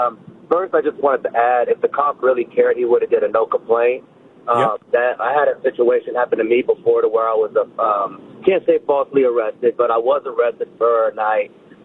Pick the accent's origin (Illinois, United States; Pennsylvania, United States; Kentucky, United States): Illinois, United States; Chicago; now in Portland, United States; Well, I am African American from Chicago, and I live in Portland currently.